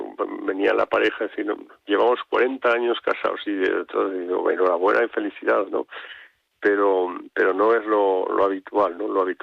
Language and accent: Spanish; Barbastro, Aragon, Spain; born there; Yo nací en Barbastro, en la provincia de Huesca, soy aragonés